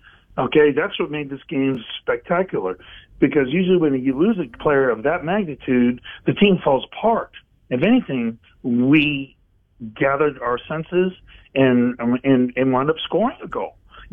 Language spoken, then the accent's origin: English; New Orleans, Louisiana, United States; Oh, the Nolan no call. I'm from New Orleans.